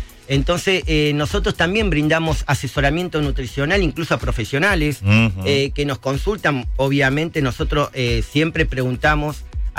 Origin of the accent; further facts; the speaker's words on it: La Plata, Buenos Aires Province, Argentina; Soy de La Plata